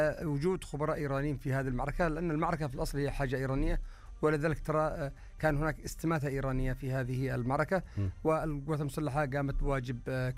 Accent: Yemen; نحن كيمنيين

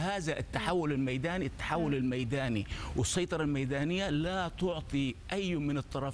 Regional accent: Sudan; انا سوداني

